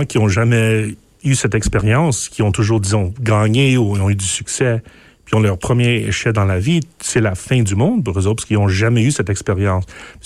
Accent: Manitoba, Canada; je viens de deux cultures, je viens des Grecs, qui sont des gens qui ont des opinions, puis sont forts, puis les franco-manitobains

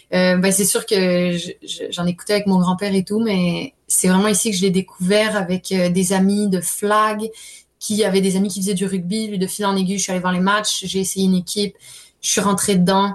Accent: Lyon, Auvergne-Rhône-Alpes, France; now in Canada; j'ai grandi à Lyon en France et donc mon école secondaire est à Lyon en France.

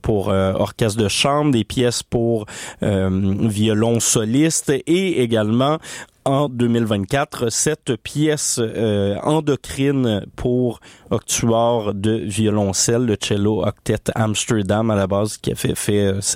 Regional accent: Montreal, Quebec, Canada; C'est pas un disque contre Carlisle, c'est juste qu'en tant que Montréalaise, on la voit un peu plus souvent.

